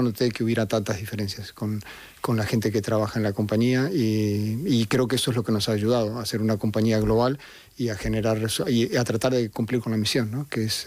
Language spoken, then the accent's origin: Spanish; Argentina; moved away as an adult; also born or lived in Brazil / China; Como argentino, viví 5 años en Brasil.